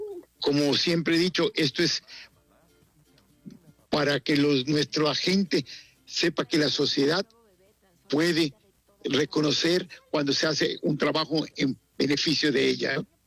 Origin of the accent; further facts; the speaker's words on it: Yucatán, Mexico; yo soy yucateco, vivo en Yucatán